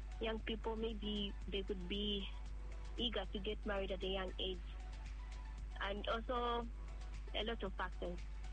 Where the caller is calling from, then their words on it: Poland; I'm calling from Poland.